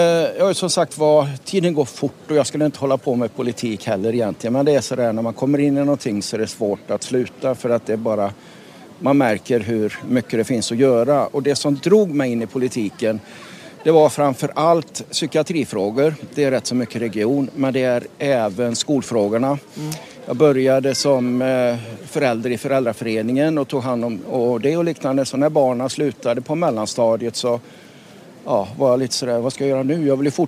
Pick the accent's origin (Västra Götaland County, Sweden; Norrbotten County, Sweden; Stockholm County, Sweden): Västra Götaland County, Sweden; Lidköping; Jag är från Lidköping.